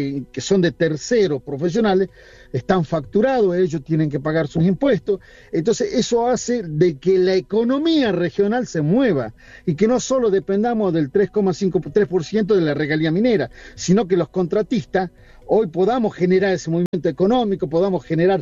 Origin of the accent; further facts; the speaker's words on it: Argentina; constantemente tratando de entender la política económica y, e ir para adelante como argentinos, ¿no?